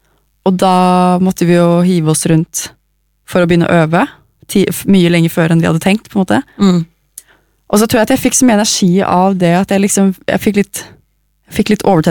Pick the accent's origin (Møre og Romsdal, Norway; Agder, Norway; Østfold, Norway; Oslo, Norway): Oslo, Norway; Jeg er fra Oslo, jeg har vokst opp her, jeg bor her fortsatt